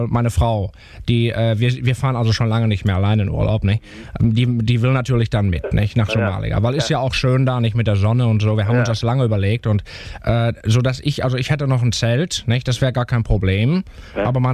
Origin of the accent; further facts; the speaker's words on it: Bielefeld, North Rhine-Westphalia, Germany; Ich komme also auch aus Bielefeld, nicht?